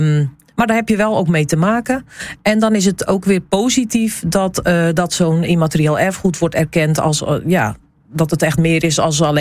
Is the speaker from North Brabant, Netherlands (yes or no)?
no; Zoutelande, Zeeland, Netherlands; also born or lived in Meliskerke; want ik ben dan zelf van Zoutelanden en Meliskerken.